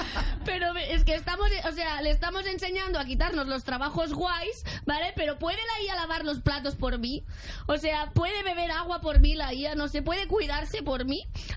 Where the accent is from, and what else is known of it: Catalonia, Spain